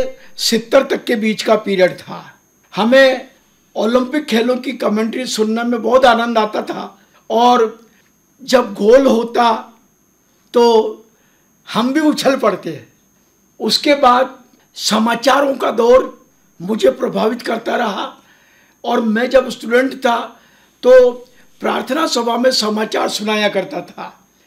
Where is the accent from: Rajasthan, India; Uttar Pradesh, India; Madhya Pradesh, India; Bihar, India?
Rajasthan, India; Chittorgarh; born there; मेरा जन्म ही चित्तौड़गढ़ में हुआ